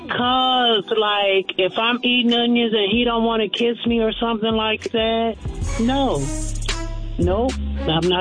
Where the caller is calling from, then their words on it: Euclid, Ohio, United States; I'm calling from Euclid, Ohio.